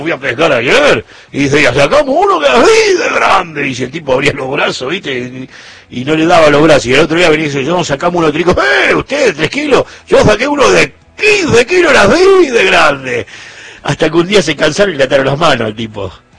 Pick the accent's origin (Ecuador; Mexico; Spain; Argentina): Argentina; Y así somos los argentinos, ¿eh?